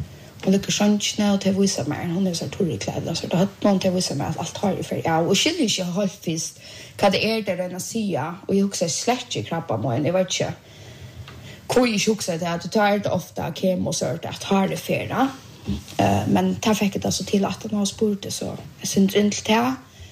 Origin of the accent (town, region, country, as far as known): Bulgaria; Swedish is a second language